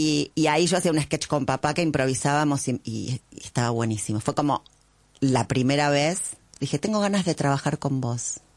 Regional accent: Buenos Aires, Argentina; also born or lived in Pocitos, Uruguay / Las Piedras, Uruguay; Y yo nací en Pocitos, pero antes de mudarme a Buenos Aires viví un poco en Las Piedras con mis abuelos y mis padres.

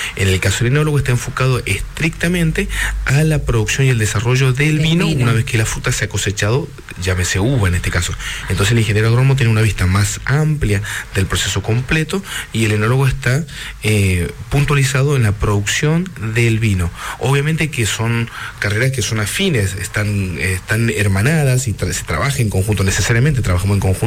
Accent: Luján de Cuyo, Mendoza, Argentina; born there; Tal cual, mendocino, en Luján de Cuyo.

